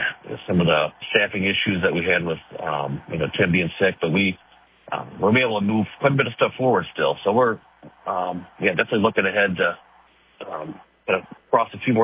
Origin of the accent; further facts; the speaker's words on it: Zeeland, Michigan, United States; when I was a kid growing up in Zeeland